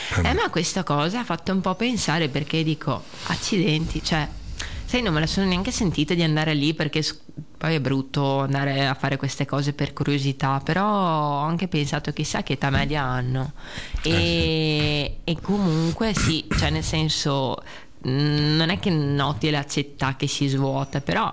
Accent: Russia; born there; Italian is a second language; moved away; io mi ricordo quando sono nata, allora innanzitutto in Russia non c'erano ancora i pannolini.

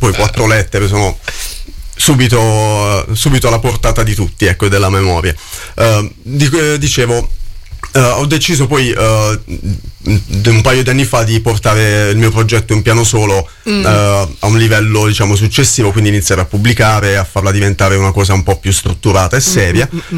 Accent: Mola di Bari, Apulia, Italy; Sono originario della Puglia

